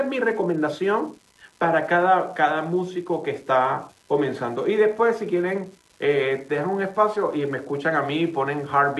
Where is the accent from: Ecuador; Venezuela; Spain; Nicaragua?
Venezuela; Y sería un honor para nosotros como venezolanos honrar la memoria de ese gran maestro